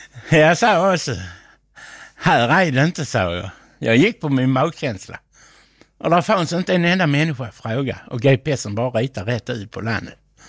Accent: Skåne, Sweden; accent: Scanian (skånska); Han var rätt så irriterad för han förstod inte min skånska

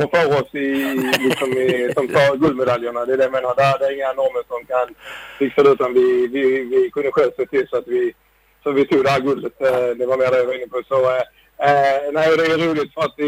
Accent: Sweden; beachvolleybollen är ju nu som svensk, det är ju något som vi verkligen får värna om

